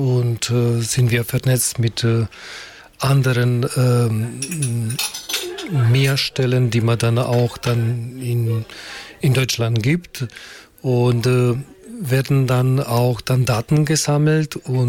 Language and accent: German; North Macedonia; now in Germany; Noch in meiner Heimatstadt in Mazedonien, in Ex-Jugoslawien, wir haben dann auch so welche Festivals gemacht.